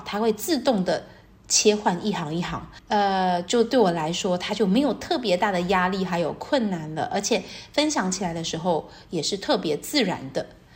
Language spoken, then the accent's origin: Chinese; Taiwan; now in Hangzhou, China; Hello， 大家好。